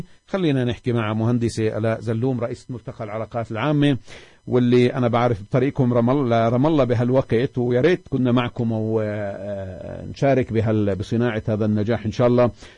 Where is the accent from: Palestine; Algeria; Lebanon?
Palestine